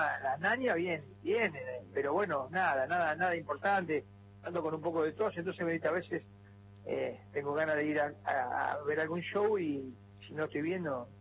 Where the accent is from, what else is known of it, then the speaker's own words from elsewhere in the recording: Argentina; Pero bueno, yo como argentino estoy agradecido.